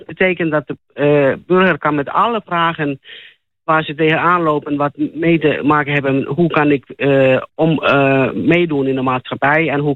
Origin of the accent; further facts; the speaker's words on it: Finland; accent: Finnish; Dutch is a second language; now in Netherlands; Het accent komt uit Finland.